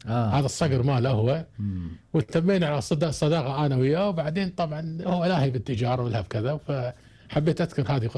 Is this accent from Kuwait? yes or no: yes; Kuwait; عندنا في الكويت منتشر